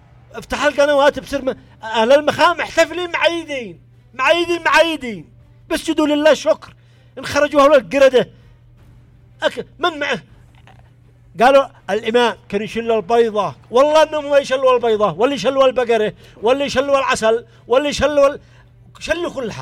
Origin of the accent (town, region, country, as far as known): Yemen